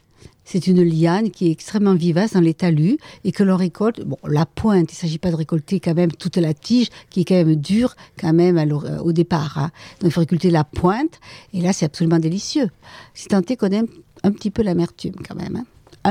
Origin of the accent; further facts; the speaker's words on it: Gagnac-sur-Cère, Occitanie, France; avec cet accent, vous pouvez bien imaginer que je ne suis pas de Belgique ou du nord de la France. Moi, je suis née à Gagnac. J'y ai vécu. J'en suis guère partie, puisque j'ai fait à peine le tour de l'église, hein, puisque j'y habite. Nous y habitons. Voilà. Je suis très, très, très attachée et à Gagnac et aux environs